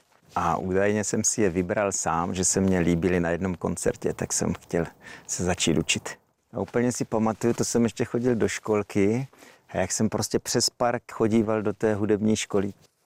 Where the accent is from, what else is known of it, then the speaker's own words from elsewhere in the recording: Kyjov, South Moravian Region, Czechia; A maminka, když se oni přistěhovali do Kyjova, odkud pocházím, tak vlastně hrála v dětské dechové kapele na činely.